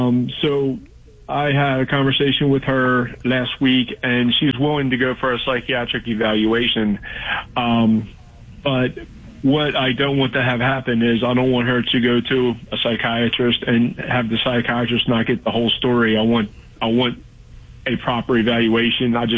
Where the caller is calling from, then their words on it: Annapolis, Maryland, United States; I live in the Annapolis area.